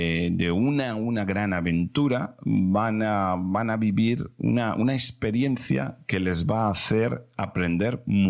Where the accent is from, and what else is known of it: Valencian Community, Spain